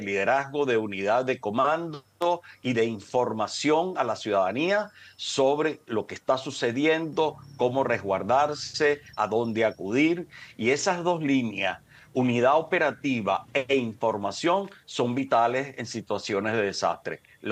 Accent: Venezuela; les agradecemos como venezolanos

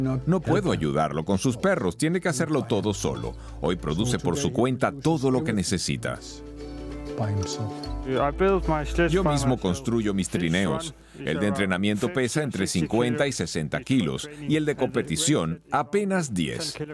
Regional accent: Sisimiut, Greenland; Este año se celebra aquí en mi ciudad natal, Sisimiu

